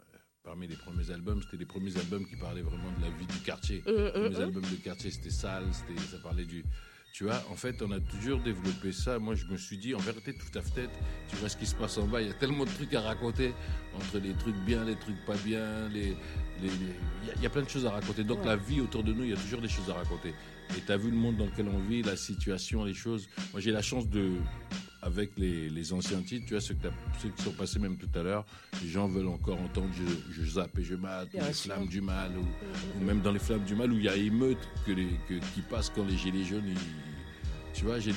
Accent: Sarcelles, Île-de-France, France; j'ai grandi en même temps à Sarcelles, en 95.

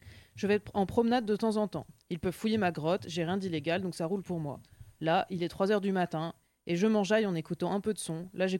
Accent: Grand Est, France; Comme vous le savez, je suis de l'Alsace

